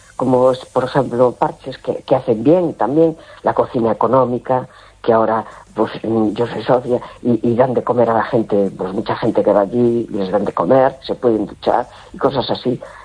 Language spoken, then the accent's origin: Spanish; A Coruña, Galicia, Spain; Hola, buenas noches … de La Coruña.